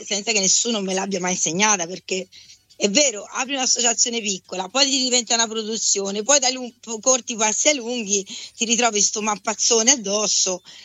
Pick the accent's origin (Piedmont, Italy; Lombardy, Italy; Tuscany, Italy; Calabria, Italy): Tuscany, Italy; Prato; Poi sono toscana e mi sono poi finita, diciamo, ho iniziato a formarmi, diciamo, per la recitazione cinematografica, perché chiaramente sono partita da quella teatrale nella mia città a Prato, da quando avevo tipo 6 anni.